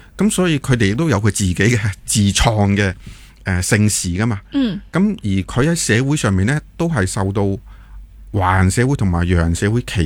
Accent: Hong Kong

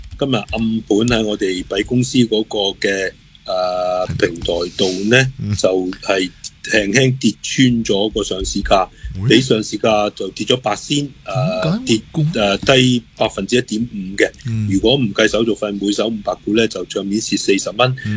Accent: Hong Kong; 咁一只咧就我哋香港人应该好熟噶啦

